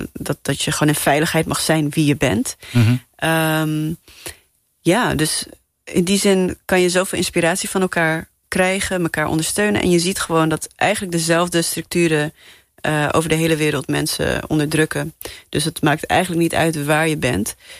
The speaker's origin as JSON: {"language": "Dutch", "country": "Namibia", "said": "In heel veel, waar ik vandaan kom, in Namibië en heel veel Afrikaanse landen, is dat een beetje het narratief wat wordt gebruikt."}